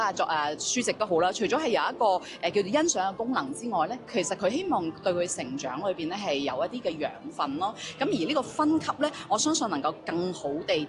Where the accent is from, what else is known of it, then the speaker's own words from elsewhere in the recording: Macau; also born or lived in Guangzhou, China; 即譬如可能我在澳門長大，但其實我是廣州出世的。